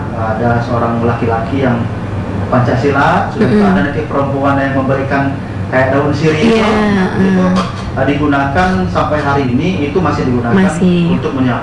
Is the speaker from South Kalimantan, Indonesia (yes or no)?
no; Bengkulu, Indonesia; memang saya dibesarkan di Bengkulu Utara itu dari orang tua, bapak saya dan ibu saya orang Rejang